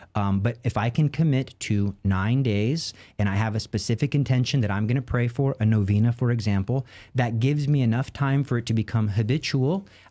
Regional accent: Texas, United States; I am from Texas.

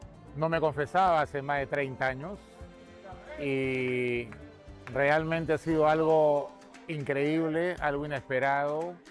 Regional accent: Peru; Soy de Perú, vengo del Perú.

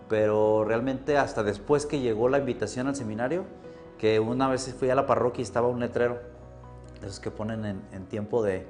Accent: Mexico; porque yo soy de Yotlán

